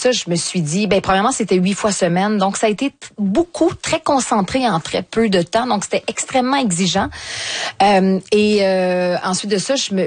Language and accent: French; Quebec, Canada; accent: Québécois; Mais j'ai un fort accent québécois